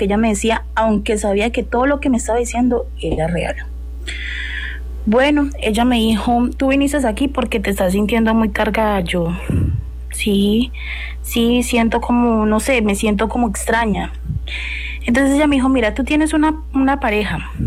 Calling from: Leticia, Amazonas, Colombia; yo soy de acá, de Leticia, Amazonas, somos frontera con Brasil y Perú.

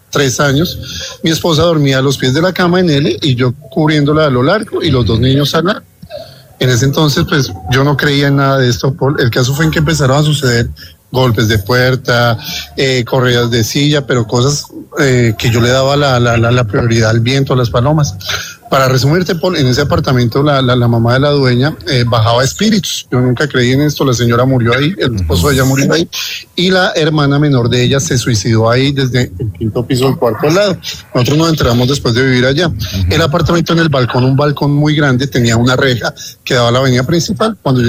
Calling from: Santa Marta, Magdalena, Colombia; actualmente vivimos en la ciudad de Santa Marta.

